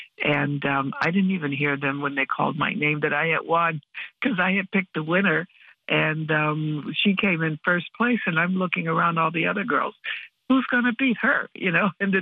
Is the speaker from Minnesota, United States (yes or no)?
no; Wickliffe, Ohio, United States; from Wycliffe, Ohio.